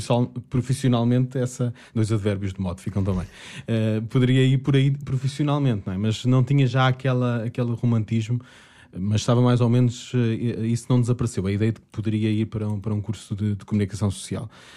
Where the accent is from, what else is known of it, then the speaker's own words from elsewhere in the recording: Sintra, Lisbon, Portugal; born there; eu até aos 9 anos fui criado numa quinta na Serra de Sintra.